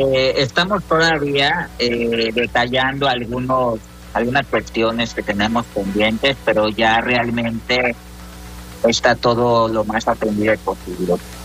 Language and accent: Spanish; Ciudad del Carmen, Campeche, Mexico; Yo soy desde Ciudad del Carmen.